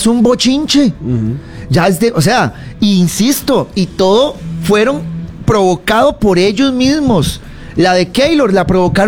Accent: Argentina; now in Costa Rica; Es que yo soy argentino y yo no estoy, bocha, acomodate, estás en Costa Rica.

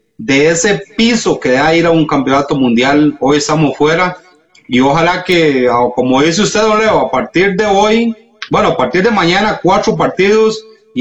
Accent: Costa Rica; Y lo más duro es no estar ahí, eso es lo que más nos duele como costarricenses.

